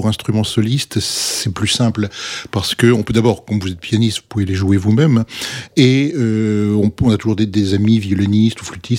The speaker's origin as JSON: {"language": "French", "town": "Lille", "region": "Hauts-de-France", "country": "France", "said": "moi aussi, je suis lillois."}